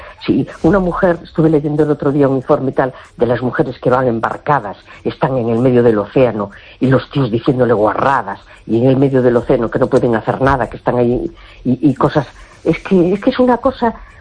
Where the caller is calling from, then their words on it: A Coruña, Galicia, Spain; de La Coruña.